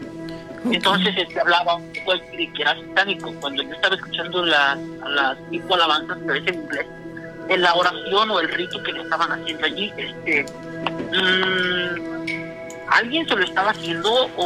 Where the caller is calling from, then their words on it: Buenavista Tomatlán, Michoacán, Mexico; De acá, de Michoacán, de Buenavista, Tomatlán, Michoacán.